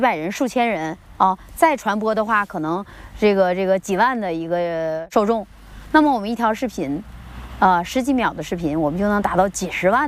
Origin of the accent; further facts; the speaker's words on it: Tahe, Heilongjiang, China; 作为黑龙江文旅推荐员，今天我想带大家看一看我的家乡塔河到底有多香。